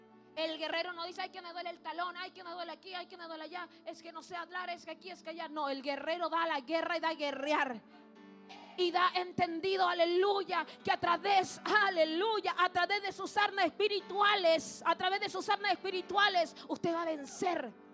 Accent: Arica, Arica y Parinacota, Chile; En mi infancia viví muchos años en Arica

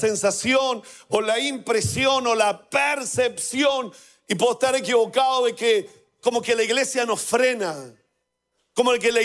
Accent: Lota, Biobío, Chile; born there; also born or lived in Coronel; Yo vengo de Lota, de Coronel, de Schwager, de zonas mineras, donde mi futuro era trabajar en la mina del carbón

